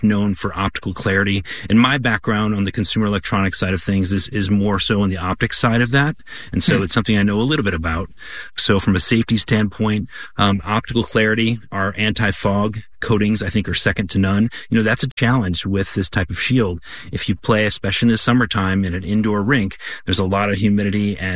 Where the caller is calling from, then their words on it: Arlington, Virginia, United States; Hello, Guy and Chris. … I'm calling in from Arlington, Virginia.